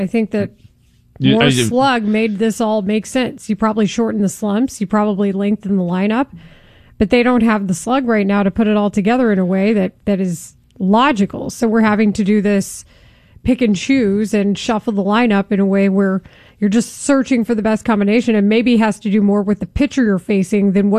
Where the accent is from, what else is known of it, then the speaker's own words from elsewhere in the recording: Denton, Texas, United States; moved away; is from my hometown of Denton.